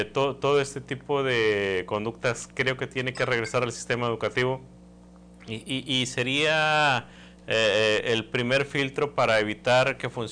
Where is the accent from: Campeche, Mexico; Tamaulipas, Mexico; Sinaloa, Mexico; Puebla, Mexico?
Tamaulipas, Mexico